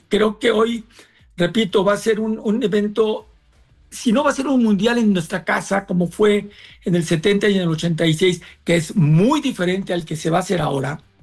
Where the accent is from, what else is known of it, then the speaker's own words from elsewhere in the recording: Mexico; Yo como mexicano es lo que mejor deseo